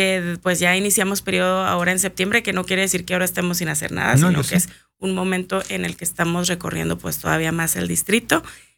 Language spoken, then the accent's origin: Spanish; Chihuahua, Mexico; yo soy de Santo Niño